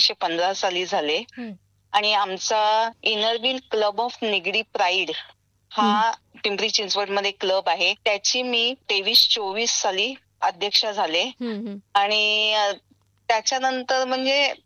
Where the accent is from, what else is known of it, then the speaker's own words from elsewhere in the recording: Mumbai, Maharashtra, India; now in Pune, India; मी मुळची मुंबईची. माझं शालेय शिक्षण आणि कॉलेजचं शिक्षण 12वी पर्यंत मुंबईतच झालं